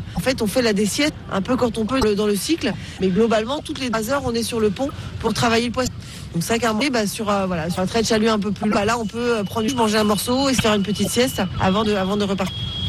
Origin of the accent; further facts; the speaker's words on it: Brittany, France; On dit bao, sinon chez nous en Bretagne.